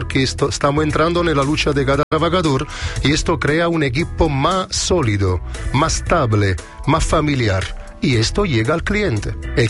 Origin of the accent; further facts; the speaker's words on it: Naples, Campania, Italy; Spanish is a second language; now in Chile; vengo de Nápoles y ahí somos un poco trogloditas respecto a la tecnología. Aprendí en Chile la importancia de la red social. Aquí entendí cuánto importante es, cuánto yo me tengo que poner a ritmo con la época. Tengo 48 años